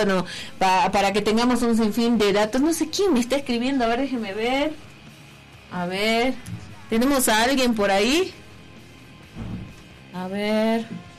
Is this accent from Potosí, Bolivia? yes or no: yes; Potosí, Bolivia; nosotros, como buenos potosinos